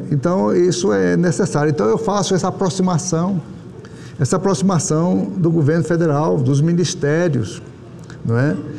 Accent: Rondônia, Brazil; Eu sou lá do estado de Rondônia.

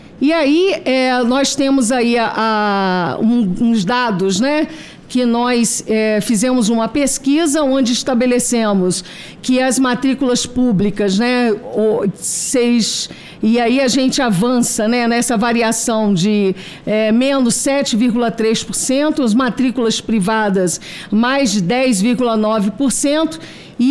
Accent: Campos dos Goytacazes, Rio de Janeiro, Brazil; Eu sou do município de Campos Goytacazes, estado do Rio de Janeiro.

